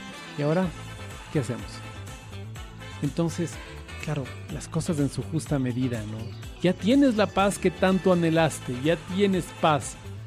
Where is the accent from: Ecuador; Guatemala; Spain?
Ecuador; Así somos los ecuatorianos